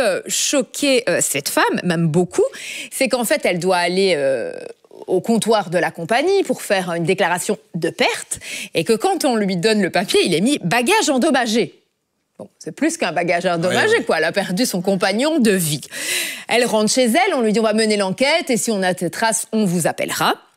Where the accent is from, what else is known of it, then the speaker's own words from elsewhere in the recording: Brussels, Belgium; Et on est chez nous, à Bruxelles, puisqu'on est à l'aéroport, Bruxelles Airport.